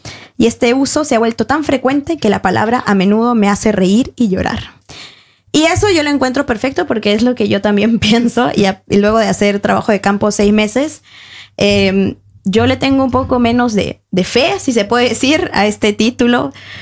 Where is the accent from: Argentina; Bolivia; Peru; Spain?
Peru; now in Norway; yo, una migrante peruana, teniendo un micrófono en la sociedad noruega